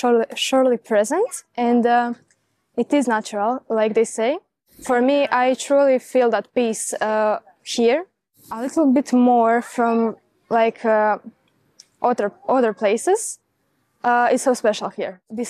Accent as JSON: {"language": "English", "town": "Zadar", "region": "Zadar County", "country": "Croatia", "said": "I'm from Zadar."}